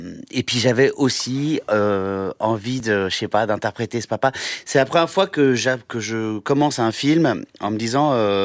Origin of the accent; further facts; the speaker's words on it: Réunion, France; puisque moi aussi je suis réunionnais